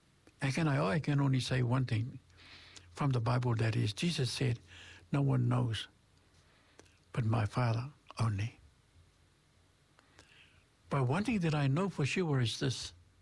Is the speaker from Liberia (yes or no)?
no; Cook Islands; first language Cook Islands Maori; English is a second language; now in New Zealand; I'm a Cook Islander. English is my second language.